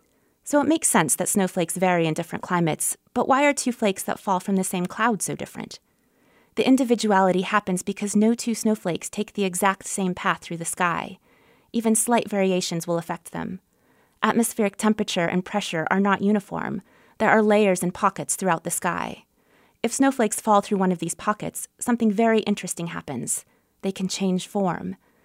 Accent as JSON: {"language": "English", "town": "Hillsboro", "region": "Oregon", "country": "United States", "moved": "yes", "lives_now": "Montana, United States", "said": "I am from Hillsboro, Oregon, where the snow falls in wet, indistinguishable clumps. When I moved to Montana"}